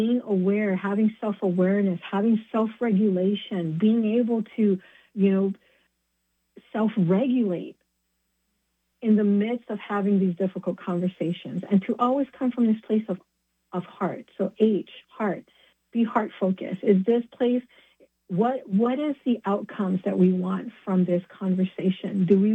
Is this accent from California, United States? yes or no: no; Hawaii, United States; now in Washington State, United States; I'm from Hawaii, and moving up here to Washington State, I didn't know what layering was when I first moved here.